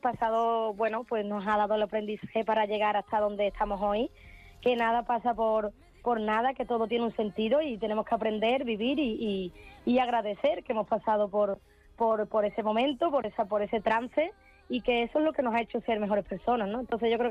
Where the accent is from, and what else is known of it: Andalusia, Spain